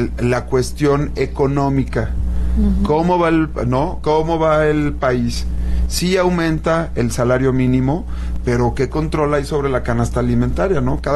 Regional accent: Mexico

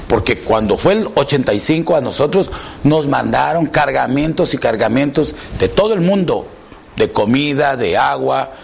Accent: Mexico; Yo como mexicano

